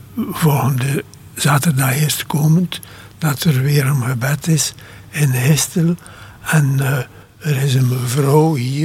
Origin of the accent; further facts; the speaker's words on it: Bruges, Flanders, Belgium; born there; also born or lived in Kuurne / Harelbeke; Ik ben geboren in Brugge